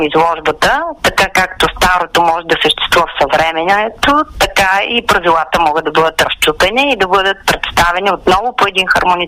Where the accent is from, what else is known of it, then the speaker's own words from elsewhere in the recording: Veliko Tarnovo, Veliko Tarnovo Province, Bulgaria; в моя роден град Търново